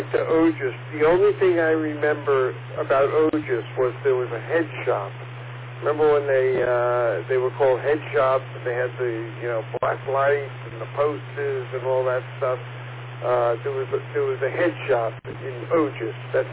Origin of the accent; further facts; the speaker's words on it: North Miami Beach, Florida, United States; also born or lived in New York; Yeah, I moved to Florida from New York, and I want to say in 1965, 66 at the latest. But back in those days, where I grew up was referred to as North Miami Beach, which was just a bit north of Sky Lake.